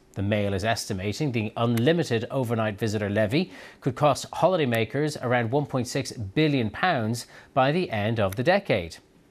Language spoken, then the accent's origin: English; Dublin, Leinster, Ireland; moved away; Dublin, for example, my hometown.